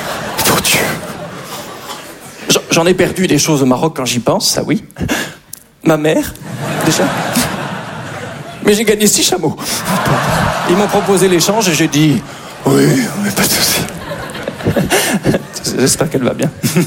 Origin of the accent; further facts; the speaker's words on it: Belgium; Je suis belge.